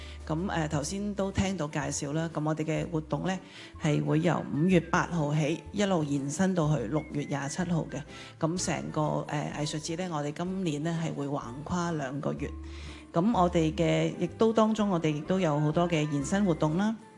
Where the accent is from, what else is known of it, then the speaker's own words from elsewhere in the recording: Macau; 咁我哋嘅作品主要都係會緊扣我哋澳門人民脈絡同埋我哋嘅城市記憶